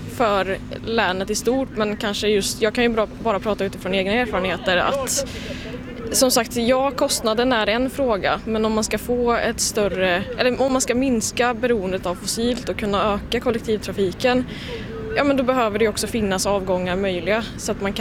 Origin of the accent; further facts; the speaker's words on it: Värmland, Sweden; jag är uppvuxen strax utanför Karlstad, 9 kilometer. Och ändå så, alltså det går en buss hem fredag eftermiddag och sen är man fast till måndag morgon.